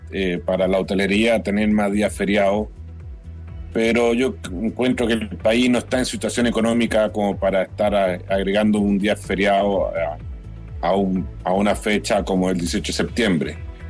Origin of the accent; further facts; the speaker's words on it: Chile; sabe cómo somos los chilenos